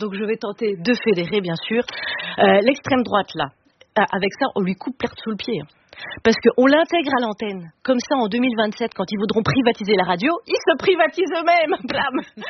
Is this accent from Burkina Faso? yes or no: no; Wallonia, Belgium; Après, moi, je suis pas française. Hein. Franchement, moi, je viens de Wallonie.